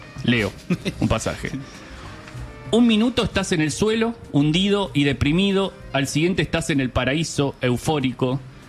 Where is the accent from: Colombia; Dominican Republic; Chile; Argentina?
Argentina; Somos argentinos, a todo le exigimos todo.